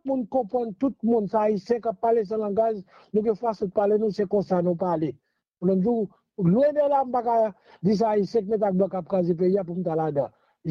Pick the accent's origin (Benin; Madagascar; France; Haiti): Haiti; moi même je suis haïtien moi mais Haïti moi mes pays